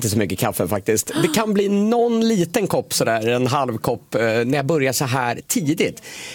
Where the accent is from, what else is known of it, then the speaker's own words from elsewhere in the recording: Sweden; Jag sticker väl ut lite där som svensk.